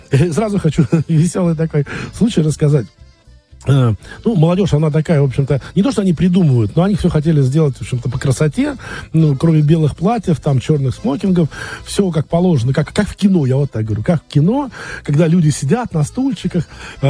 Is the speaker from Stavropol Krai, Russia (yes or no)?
yes; Budyonnovsk, Stavropol Krai, Russia; террористы захватили большое количество, практически больше 2000 заложников в городе Буденновске, в моем родном городе.